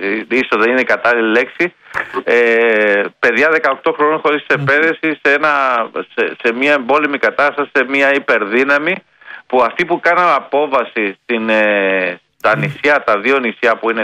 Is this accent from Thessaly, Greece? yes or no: no; Athens, Attica, Greece; born there; Εγώ τουλάχιστον και που γεννήθηκα στην Αθήνα με τη Βραζιλία, εγώ αγαπάω πάρα πολύ στο Βραζιλιάνο